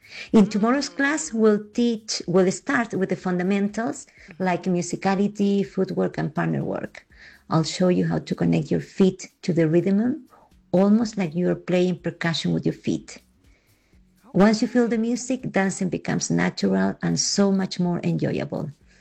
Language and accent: English; Chile; now in South Africa; I am the director of Estilo Cubano Salsa School. Mm-hmm. I'm originally from Chile.